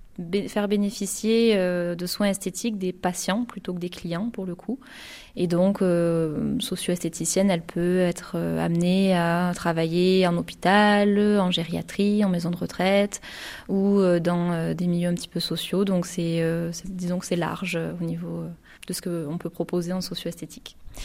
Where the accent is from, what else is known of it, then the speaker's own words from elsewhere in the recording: Montpellier, Occitanie, France; Moi je suis héraultaise, donc je suis née à Montpellier, j'ai toujours grandi dans le coin, on va dire.